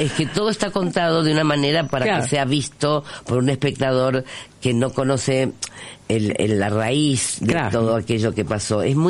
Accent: Argentina; moved away as an adult; also born or lived in Spain; siendo argentina, me habían como quitado una parte de mi identidad.

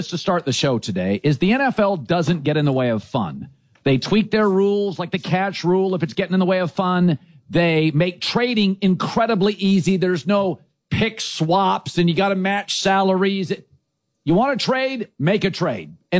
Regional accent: Northwest, United States; I'm from the Northwest.

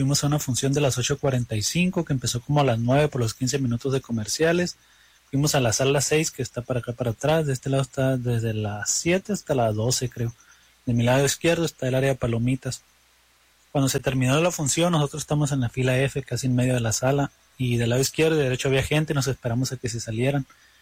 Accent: Mexicali, Baja California, Mexico; en varios cines de aquí de Mexicali, yo soy de Mexicali

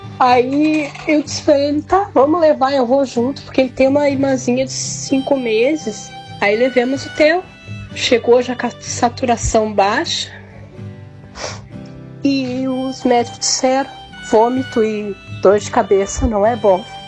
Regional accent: Alvorada, Rio Grande do Sul, Brazil; sou de Alvorada, Rio Grande do Sul.

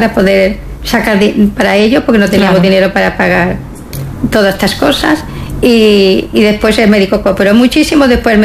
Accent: Melilla, Spain; also born or lived in Lleida / Palma de Mallorca; now in Barcelona, Spain; Yo soy de Melilla. Y sí, vengo cada año porque la familia está aquí, tengo las raíces aquí.

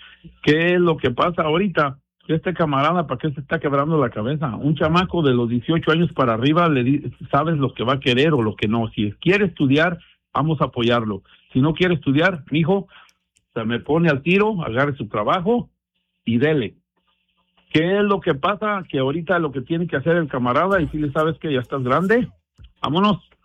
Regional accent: Mexico; moved away; Yo los crié igual como a mí me criaron en México.

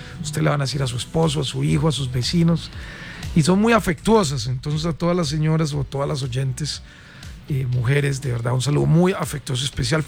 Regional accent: Caldas, Colombia; soy de Caldas y me la he luchado, he querido salir adelante con este esfuerzo de representar a mi departamento

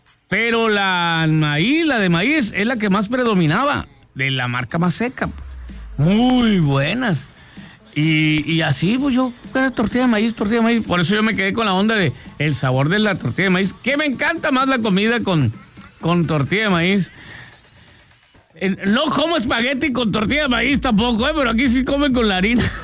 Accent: Guaymas, Sonora, Mexico; moved away; yo de Guaymas

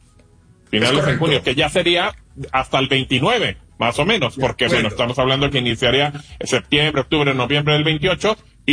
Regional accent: Mexico; así somos los mexicanos

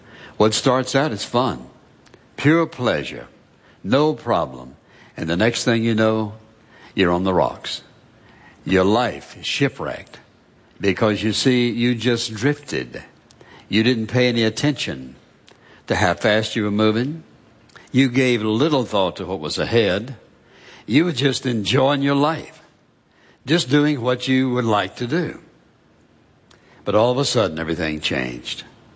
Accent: United States; When I was 14 years of age, my best friend and I were walking along the Dan River in my hometown

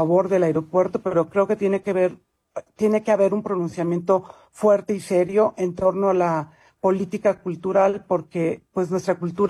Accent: Nayarit, Mexico; Yo pensaría que primariamente para las personas que somos de Nayarit, que vivimos ahí

